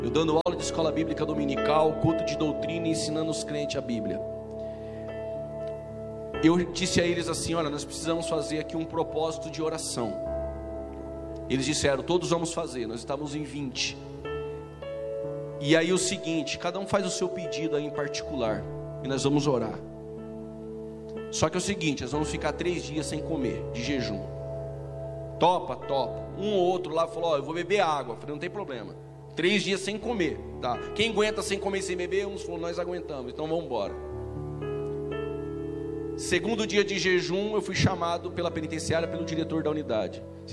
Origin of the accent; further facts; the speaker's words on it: Campinas, São Paulo, Brazil; eu sou de Campinas, Hortolândia é perto de Campinas.